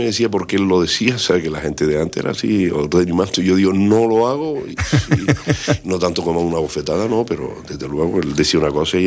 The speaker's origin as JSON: {"language": "Spanish", "region": "Canary Islands", "country": "Spain"}